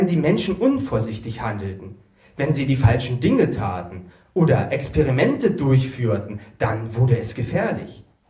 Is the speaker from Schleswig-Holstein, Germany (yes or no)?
no; Erfurt, Thuringia, Germany; also born or lived in Greifswald